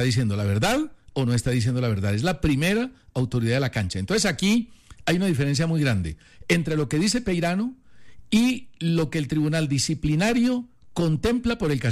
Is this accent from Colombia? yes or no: yes; Colombia; ¿Pero por qué? Steven, porque somos colombianos.